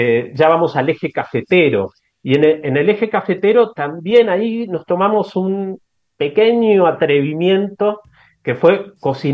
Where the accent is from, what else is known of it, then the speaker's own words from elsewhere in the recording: Argentina; moved away as an adult; also born or lived in Mexico / Peru; now in Colombia; soy argentino, pero ya hace varios años que vivo por fuera de Argentina y he tenido la posibilidad de vivir en México y en Perú